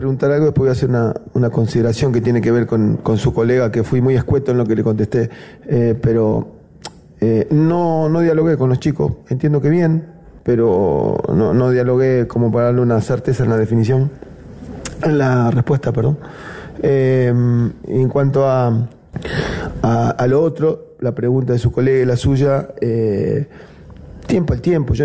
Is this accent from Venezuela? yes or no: no; Argentina; Agradecimiento eterno a una persona que como argentino nos dio tanto y tan lindo, ¿no?